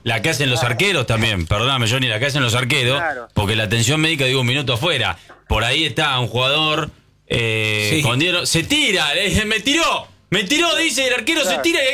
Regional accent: Argentina; como somos los argentinos

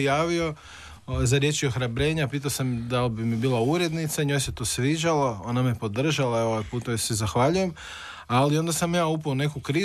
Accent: Jastrebarsko, Zagreb County, Croatia; Ja sam odrastao u Jastrebarskom

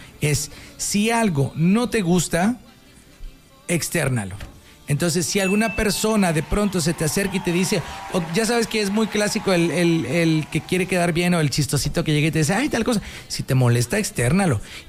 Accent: Mexico; Somos mexicanos.

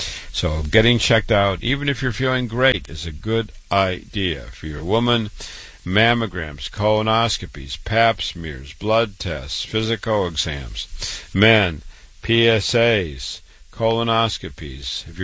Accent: Waterloo, Iowa, United States; born and raised in Waterloo, Iowa, went to university, medical school in Iowa, MD at 25

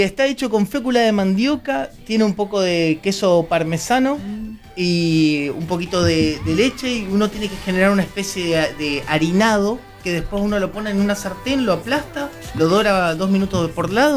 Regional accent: Northeast Argentina, Argentina; me presentaste del noreste argentino, claro, le decimos chipa.

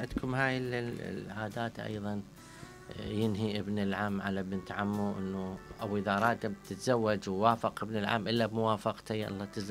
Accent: Iraq; وطبعا عندنا بالعراق هم يعني في عادة سخيفة للأسف نقولها

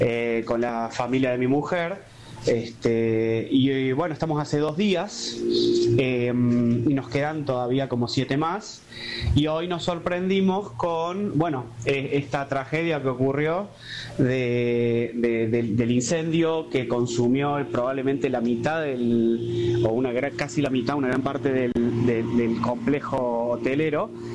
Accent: Córdoba, Argentina

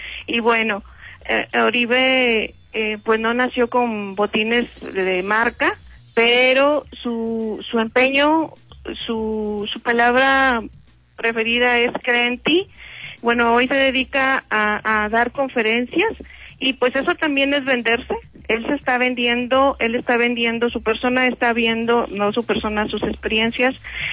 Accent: Monterrey, Nuevo León, Mexico; yo soy de Monterrey

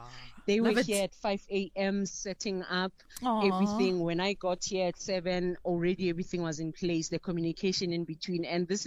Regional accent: Johannesburg, Gauteng, South Africa; I was born and bred in Alex.

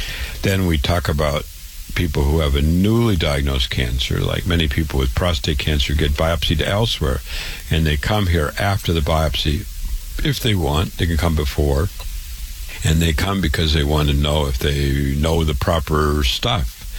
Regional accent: Waterloo, Iowa, United States; I was born and raised in Waterloo, Iowa. I went to public school. I went to university. I went to medical school

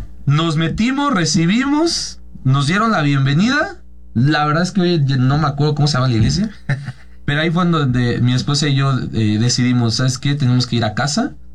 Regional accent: Teotihuacán, State of Mexico, Mexico; now in Mexico City, Mexico; yo vivía en Teotihuacán, técnicamente yo era de allá.

